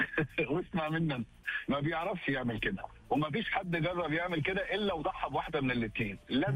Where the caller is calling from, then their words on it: Dammam, Eastern Province, Saudi Arabia; أكلمك من الدمام.